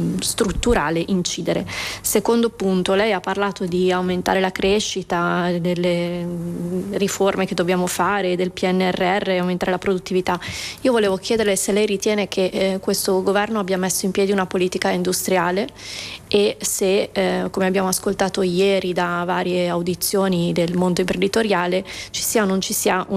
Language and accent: Italian; Lombardy, Italy; io vengo dalla Lombardia